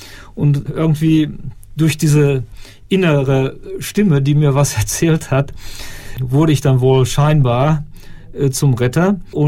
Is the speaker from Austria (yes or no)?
no; Bochum, North Rhine-Westphalia, Germany; moved away as an adult; Ich komme aus Bochum